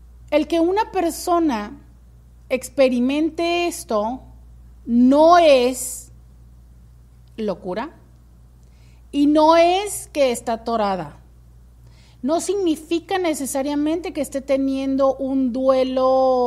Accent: Guadalajara, Jalisco, Mexico; Dicen por acá, yo soy de Guadalajara, el domingo fue a la Minerva, fue muy bonito sentir la energía colectiva

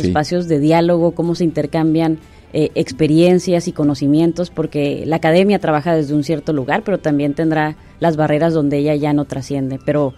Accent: Tijuana, Baja California, Mexico; born there; en mi caso me tocó nacer ya en Tijuana, pero mis padres vienen de dos ciudades distintas de este país también

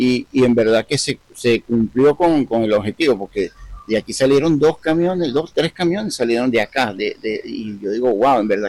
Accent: Caracas, Capital District, Venezuela; moved away as an adult; now in Manta, Ecuador; yo soy de Caracas, pero tengo familia en Mérida.

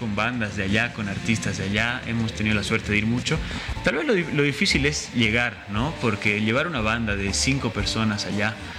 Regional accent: Bolivia

